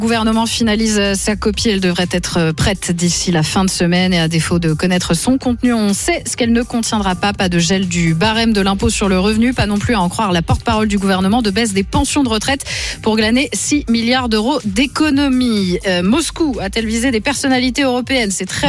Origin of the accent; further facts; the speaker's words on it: France; chez nous en France.